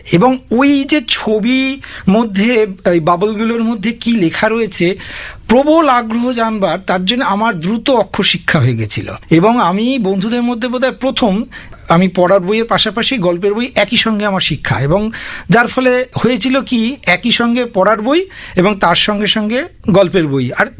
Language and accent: Bangla; Konnagar, West Bengal, India; আমার জন্ম হচ্ছে কোন্নগরের নবগ্রাম।